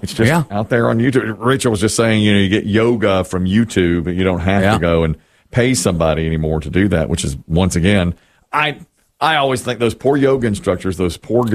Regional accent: Asheboro, North Carolina, United States; And you're from my hometown of Ashboro, North Carolina.

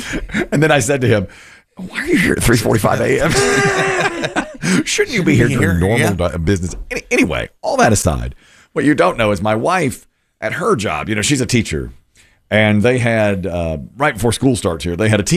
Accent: Asheboro, North Carolina, United States; I'm from Asheboro.

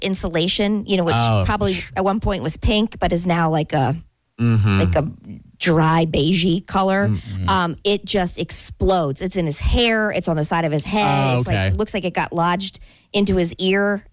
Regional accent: Pennsylvania, United States; growing up in Pennsylvania

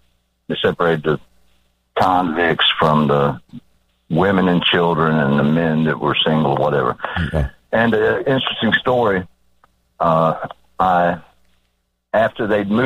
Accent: Sanford, Florida, United States

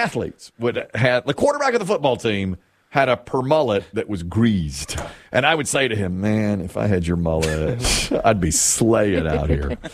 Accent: Asheboro, North Carolina, United States; Nita, in my hometown, Asheboro, charged me.

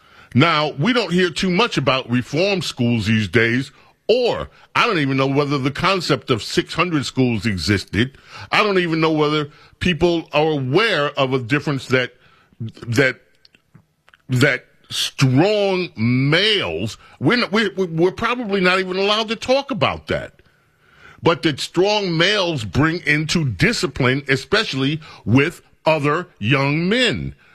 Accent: New York, United States; When I grew up in New York

